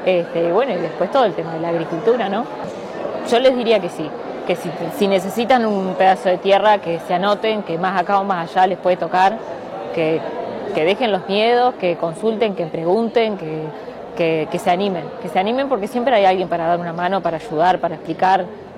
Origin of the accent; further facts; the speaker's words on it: Cerrillos, Canelones, Uruguay; bueno, vengo de Cerrillos, bueno, departamento de Canelones.